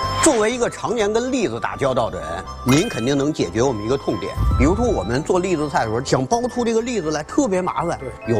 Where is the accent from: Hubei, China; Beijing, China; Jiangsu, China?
Beijing, China; 作为一个北京人，我们都很自豪。